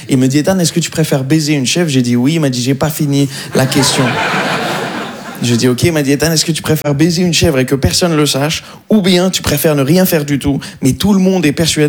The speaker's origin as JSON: {"language": "French", "country": "Morocco", "said": "mais je ne suis pas du tout d'ici à la base, moi. Je suis marocain"}